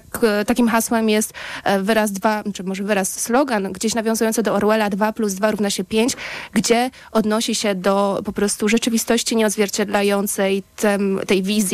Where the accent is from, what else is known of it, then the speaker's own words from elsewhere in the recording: Słupsk, Pomeranian Voivodeship, Poland; Ja pochodzę ze Słupska